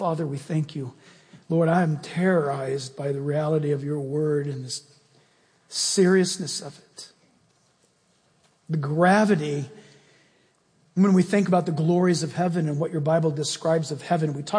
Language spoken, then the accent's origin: English; United States; born there; I was born in America.